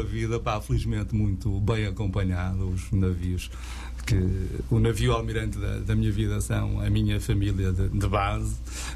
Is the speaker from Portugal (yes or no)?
yes; Matosinhos, Norte, Portugal; born there; also born or lived in Mondego; eu nasci ao pé da água, nasci em Matosinhos, né? Depois desloquei-me para o Mondego